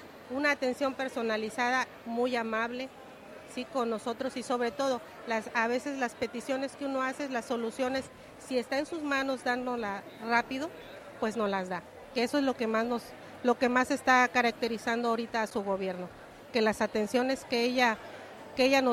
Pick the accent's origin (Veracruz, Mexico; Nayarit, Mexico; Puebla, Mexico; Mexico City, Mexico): Veracruz, Mexico; Poza Rica; born there; Yo soy una costarricense nacida aquí y eso es lo que todos anhelamos, que Poza Rica se vea bonita.